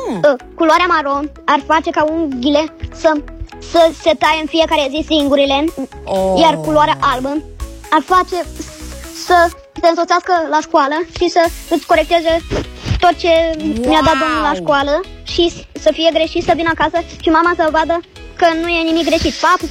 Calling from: Iași, Iași County, Romania; din Iași, am 7 ani.

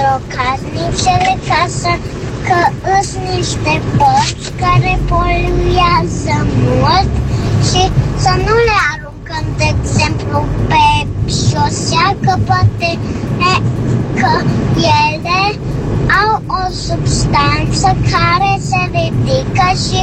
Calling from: Cluj-Napoca, Cluj County, Romania; din Cluj-Napoca și am 6 ani

